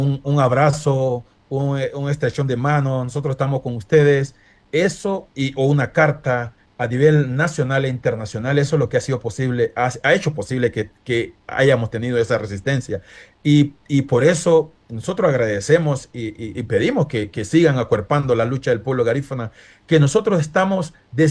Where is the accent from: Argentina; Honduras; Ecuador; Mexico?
Honduras; Iriona, Colón; also born or lived in United States; yo nací allá en Iriona, desde ahí donde mi mamá me enseñó a sembrar yuca, a sembrar coco